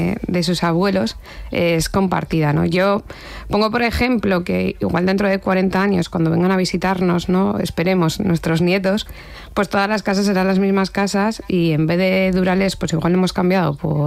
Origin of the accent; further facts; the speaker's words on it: Bilbao, Basque Country, Spain; yo soy de Bilbao, mi familia reside por aquí cerca